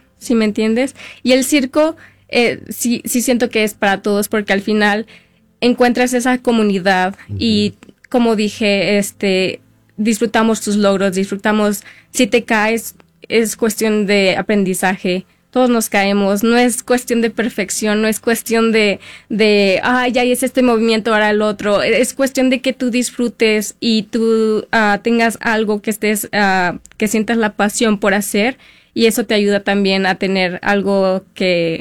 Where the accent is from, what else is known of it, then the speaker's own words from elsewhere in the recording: Mexico; moved away; yo soy mexicana.